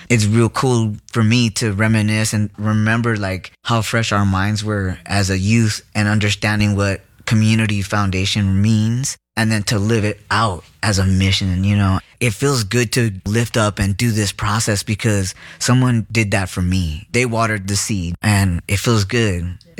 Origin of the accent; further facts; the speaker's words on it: East Los Angeles, California, United States; And I'm from East LA.